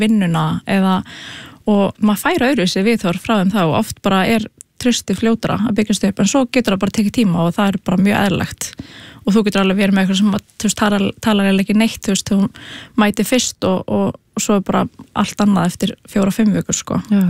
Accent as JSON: {"language": "Icelandic", "town": "Reykjavík", "region": "Capital Region", "country": "Iceland", "tie": "born or raised there", "said": "ég ólst upp í Breiðholti og var í Hólabrekkskóla og flutti hana í hérna Gaggó í Fossvoginn"}